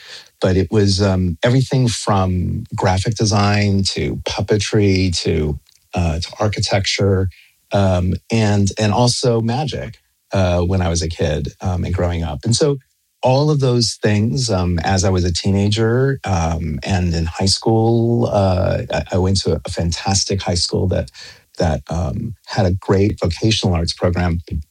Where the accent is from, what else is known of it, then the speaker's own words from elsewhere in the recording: Salinas, California, United States; I grew up in the Monterey Bay Area, and Salinas was my hometown.